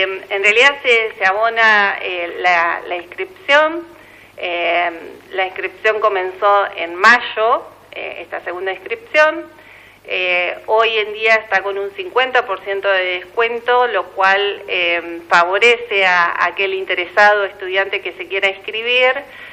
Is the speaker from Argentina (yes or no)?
yes; San Carlos de Bolívar, Buenos Aires Province, Argentina; traer la posibilidad esta a mi ciudad natal.